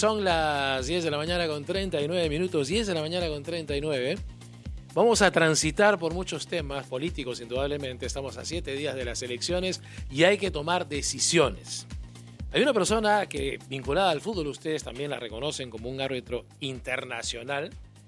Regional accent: Lima, Peru; yo nací en San Borja prácticamente, yo de que tengo uso de razón, caminaba en San Borja, cuando San Borja inclusive era parte de Surquillo, cuando era una urbanización.

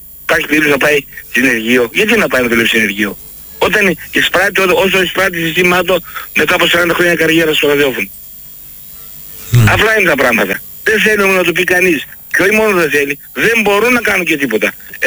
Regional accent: Athens, Attica, Greece; έχω μεγαλώσει μέχρι το 90, ήμουν στην περιοχή των Εξαρχείων. Τώρα έχω φύγει από το κέντρο.

